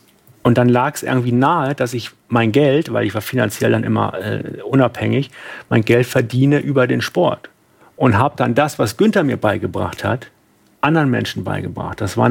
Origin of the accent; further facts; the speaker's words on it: Winsen, Lower Saxony, Germany; weil in Winsenluhe, dort wo ich herkomme, aus Norddeutschland, in diesem Fitnessstudio, wo ich trainiert habe